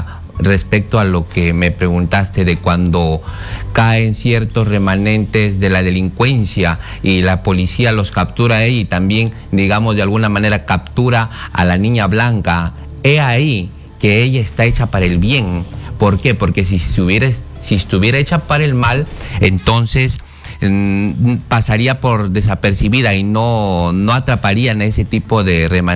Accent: Piura, Peru; yo soy de Piura

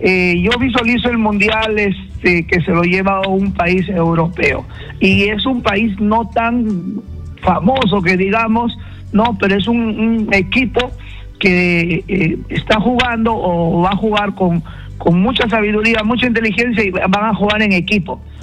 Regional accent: Chiclayo, Lambayeque, Peru; yo que soy de Chiclayo

